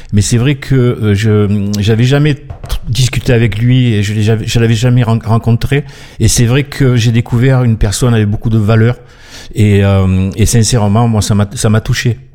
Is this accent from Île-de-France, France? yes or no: no; Marseille, Provence-Alpes-Côte d'Azur, France; je suis un Marseillais